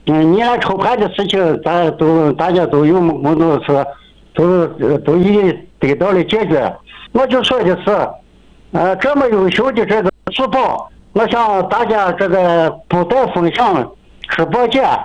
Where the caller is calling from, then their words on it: Gansu, China; 我是来自甘肃省青阳市活水县何家盘镇这样一个地地道道的农民。